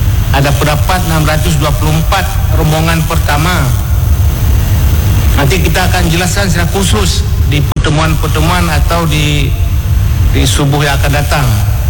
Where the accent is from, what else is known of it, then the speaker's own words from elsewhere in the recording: Aceh, Indonesia; Nah, bukan memang harus bangga menjadi orang Aceh. Kita dilahirkan di sini memang harus bangga.